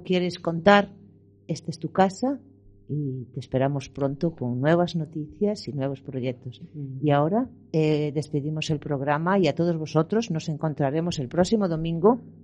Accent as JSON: {"language": "Spanish", "country": "Spain", "said": "soy española."}